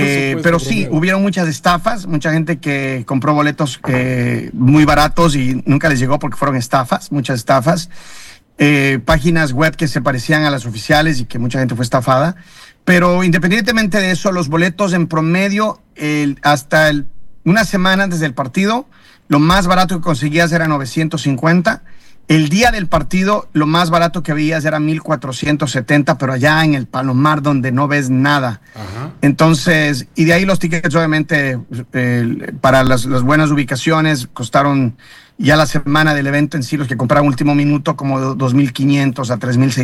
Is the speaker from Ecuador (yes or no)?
yes; Ecuador; Sí, yo creo que ahora como ecuatorianos obviamente fue un mal sabor de boca